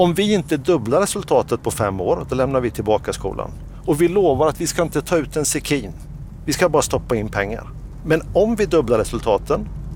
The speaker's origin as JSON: {"language": "Swedish", "region": "Småland", "country": "Sweden", "tie": "born or raised there", "said": "jag är ju uppvuxen i Småland, alltså innan friskolor fanns."}